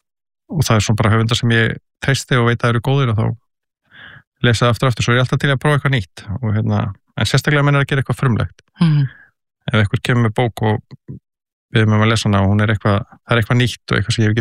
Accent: Kópavogur, Capital Region, Iceland; also born or lived in Reykjavík; Ég alinn upp í Kópavogi til 13 ára aldurs, í Hjallakverfinu og ég fæddist svona reyndar í Reykjavík

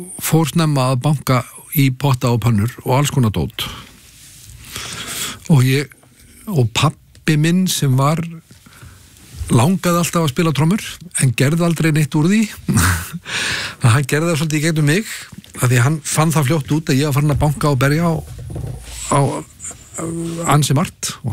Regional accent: Kópavogur, Capital Region, Iceland; also born or lived in Long Island, United States; Já, já, ég eldi upp í Kópavogur.

